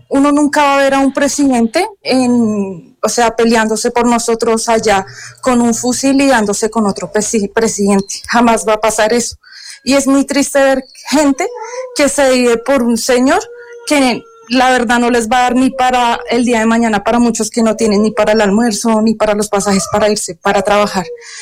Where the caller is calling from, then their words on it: Colombia; todos somos colombianos